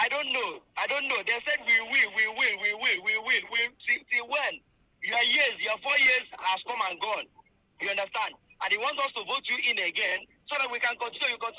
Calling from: Enugu, Enugu State, Nigeria; I come from Enugu.

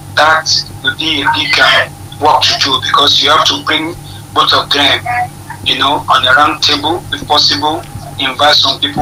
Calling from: Kitchener, Ontario, Canada; calling from Kitchener.

